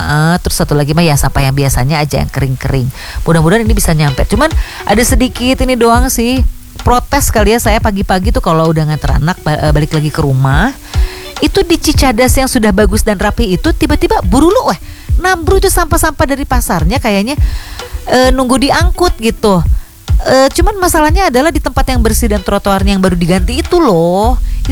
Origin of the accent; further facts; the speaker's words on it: West Java, Indonesia; kita juga sebagai warga Jawa Barat